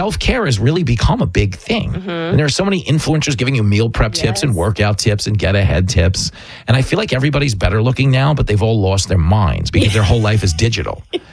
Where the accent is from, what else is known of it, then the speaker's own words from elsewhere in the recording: Levittown, United States; where I grew up in Levittown, we were drinking beer in like sixth grade.